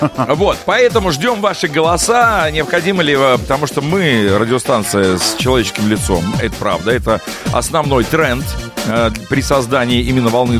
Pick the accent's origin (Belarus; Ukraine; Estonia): Belarus; тут мы очень добрые, гостеприимные белорусы.